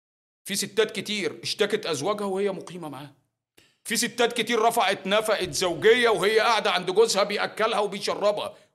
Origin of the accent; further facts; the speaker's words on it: Alexandria, Alexandria Governorate, Egypt; accent: Alexandrian; أنا لهجتي كاسكندراني غير لهجة البورسعيدي